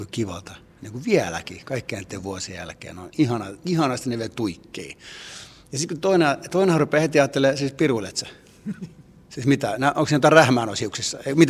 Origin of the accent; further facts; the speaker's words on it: Cyprus; koska olen Kyprokset kotoisin ja ollut Kyproksella häissä.